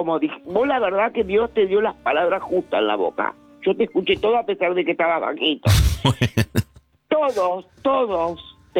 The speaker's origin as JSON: {"language": "Spanish", "town": "San Martín", "region": "Buenos Aires Province", "country": "Argentina", "also_born_or_lived": "Mar del Plata"}